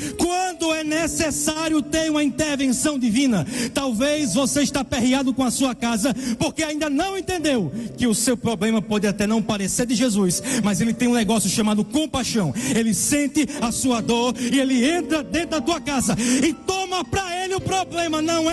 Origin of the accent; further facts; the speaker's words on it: Northeast Region, Brazil; eu não sou americano, eu sou nordestino